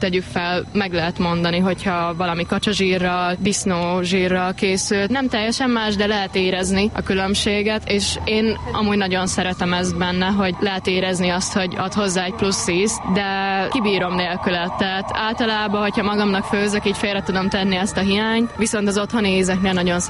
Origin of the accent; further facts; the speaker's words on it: Great Plain, Hungary; a családommal gyakrabban használunk zsírt, viszont erre rámondanám azt, hogy alföldiek vagyunk, és hogy ez már inkább ilyen megszokott nálunk, hogy zsírral főzünk, sütünk.